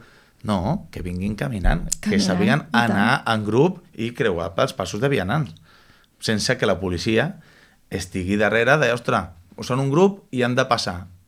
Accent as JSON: {"language": "Catalan", "town": "Granollers", "region": "Catalonia", "country": "Spain", "said": "Perquè jo soc de Granollers"}